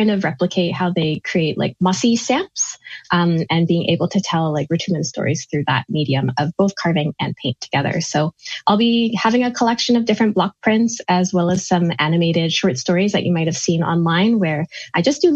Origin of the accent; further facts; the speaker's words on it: Vancouver, British Columbia, Canada; here in my hometown.